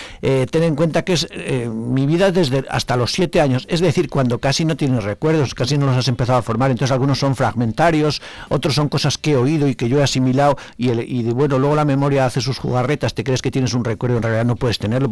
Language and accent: Spanish; Manzanal, Castile and León, Spain; born there; moved away; mi pueblo, que me dio esos 7 años maravillosos